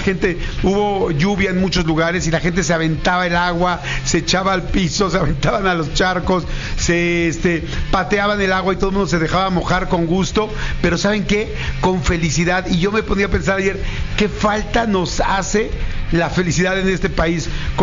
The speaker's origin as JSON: {"language": "Spanish", "country": "Mexico", "said": "porque así somos los mexicanos."}